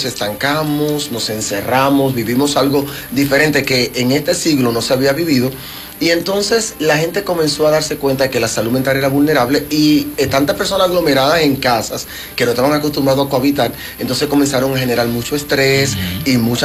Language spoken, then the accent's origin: Spanish; Dominican Republic; todos los dominicanos